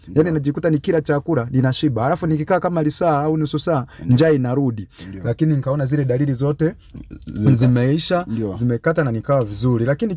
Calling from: Iringa, Tanzania; natoka hapa Iringa Ipogoro.

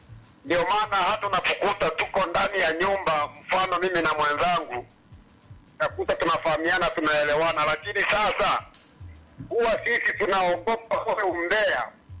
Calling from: Bushigoma, Tanzania; Dada, mimi natokea Konda Bushigoma … napiga simu kutoka Bushigoma kwa Tore.

